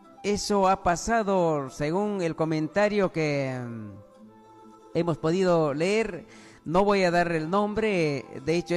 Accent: Peru; now in Lima, Peru; que no viven en nuestro distrito de Akira, pero sin embargo van a sufragar. Bueno, de repente ahí podemos confundir quizás muchos que vamos de las ciudades, como en el caso mío, por ejemplo, ¿no? Yo vivo en Lima, pero sin embargo, a cumplir mi deber cívico, mi obligación, ¿no?, viajo

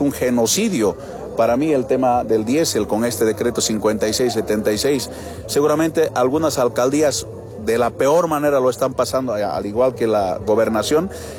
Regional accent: Bolivia; conocemos, sabemos cómo nos estamos hundiendo como pueblo boliviano

